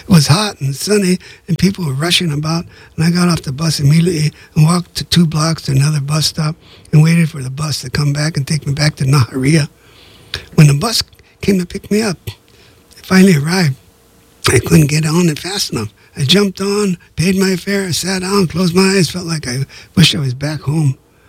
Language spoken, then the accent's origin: English; Los Angeles, California, United States; Growing up in East L.A., you know, and all my friends were Latino